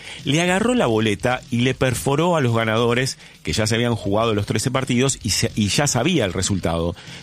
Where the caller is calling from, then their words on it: San Cristóbal, Argentina; de San Cristóbal.